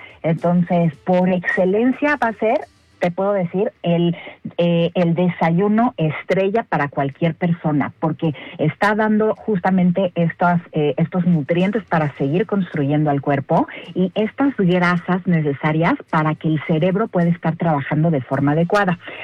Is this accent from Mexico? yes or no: yes; Mexico